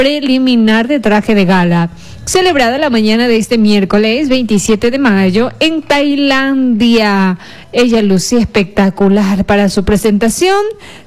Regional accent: Ecuador

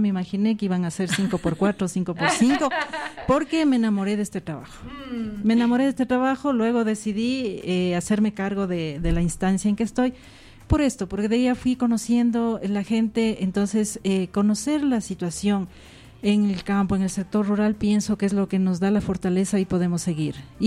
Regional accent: Bolívar, Ecuador; moved away; yo también vengo de provincia, yo soy de la provincia de Bolívar

